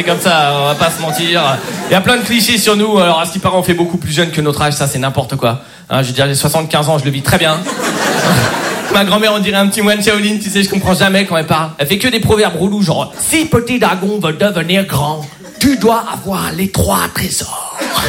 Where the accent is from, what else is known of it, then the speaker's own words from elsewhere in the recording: Vietnam; Non, ça n'a rien à voir, je suis vietnamien. Vietnamien, hein, c'est important, pas chinois, hein, ça n'a rien à voir. Nous, les Vietnamiens, on n'aime pas les Chinois.